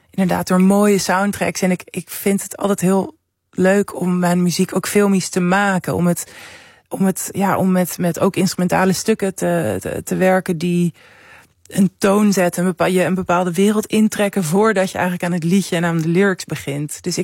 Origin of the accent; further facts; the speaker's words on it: Amsterdam, North Holland, Netherlands; ik ben opgegroeid in Centrum Amsterdam en ik heb, ik zat ook op een basisschool, een beetje in de grachtengordel.